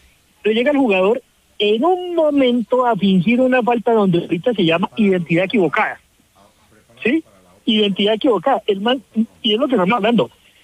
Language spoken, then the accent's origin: Spanish; Cali, Valle del Cauca, Colombia; Mira, y amo mi Cali, también soy de Cali